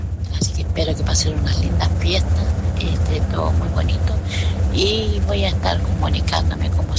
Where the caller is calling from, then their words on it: Vallenar, Atacama, Chile; de Vallenar. En este momento voy viajando a Santiago